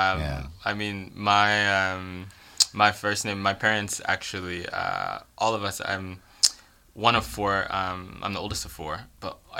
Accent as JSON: {"language": "English", "region": "New Jersey", "country": "United States", "tie": "born or raised there", "also_born_or_lived": "New York", "moved": "as an adult", "lives_now": "Louisville, United States", "said": "I'm an East Coast baby through and through. I grew up in New Jersey, lived in New York, and then moved here."}